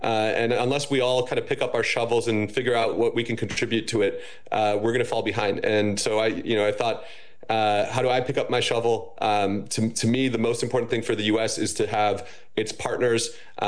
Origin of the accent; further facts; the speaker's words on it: United States; especially as an American and think about, where we are in this moment